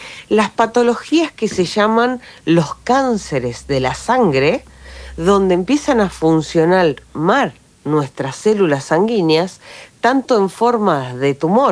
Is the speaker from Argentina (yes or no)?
yes; Argentina; Tanto como que nosotros hemos, como argentino, donado para una persona que estaba esperando en otro continente o viceversa.